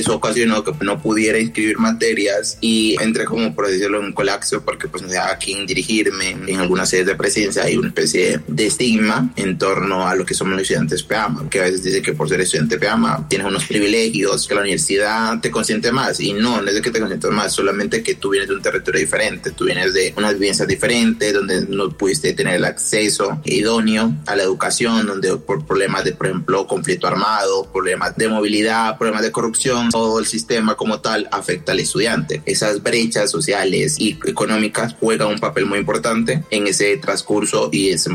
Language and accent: Spanish; Barbacoas, Nariño, Colombia; moved away; soy de Arbacoas, Nariño, soy estudiante Peama, afro.